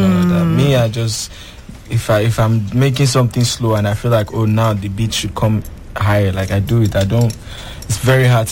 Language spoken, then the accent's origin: English; Benin City, Edo, Nigeria; born there; I was born in Benin City.